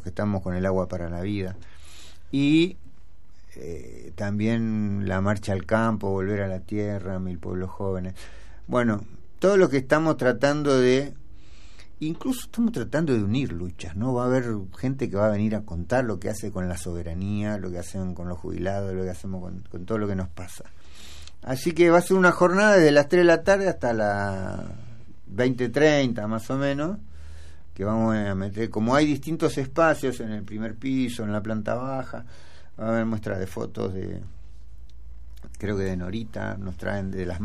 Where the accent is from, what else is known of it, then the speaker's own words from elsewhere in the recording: Villa Fiorito, Buenos Aires Province, Argentina; como somos de Fiorito.